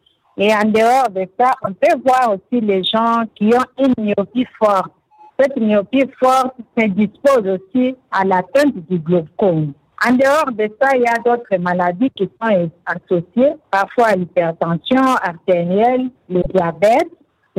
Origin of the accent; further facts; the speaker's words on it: DR Congo; ici, chez nous, en RDC